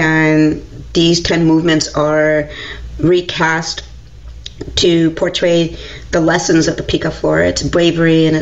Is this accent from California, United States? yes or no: yes; Berkeley, California, United States; I grew up in Berkeley. I was born in 1972.